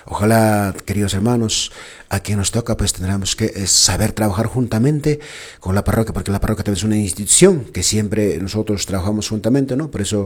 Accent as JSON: {"language": "Spanish", "country": "Peru"}